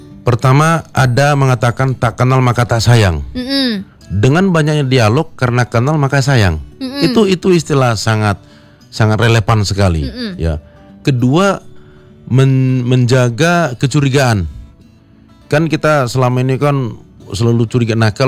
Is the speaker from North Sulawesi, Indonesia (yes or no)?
no; Medan, North Sumatra, Indonesia; now in Bogor, Indonesia; saya dari Medan asli loh, Mbak.